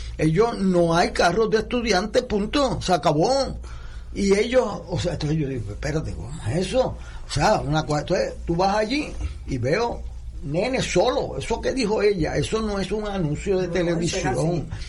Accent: Puerto Rico; soy puertorriqueño

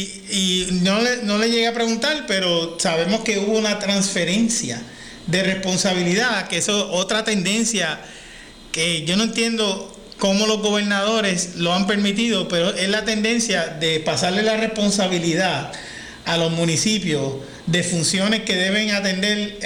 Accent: Puerto Rico; A mí como puertorriqueño

